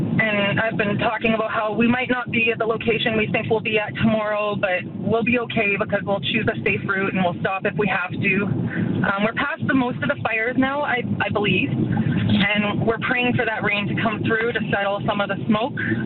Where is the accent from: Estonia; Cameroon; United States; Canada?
Canada; Vancouver, British Columbia; you know, we've done this before because we're from Vancouver.